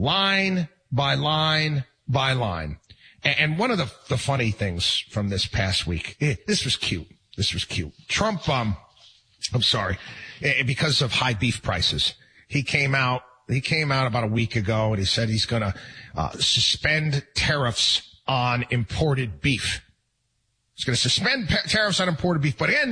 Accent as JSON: {"language": "English", "region": "New York", "country": "United States", "tie": "born or raised there", "said": "I'm sorry. I grew up in New York. And there's a lot of government buildings in the state of New York that are just plain ugly."}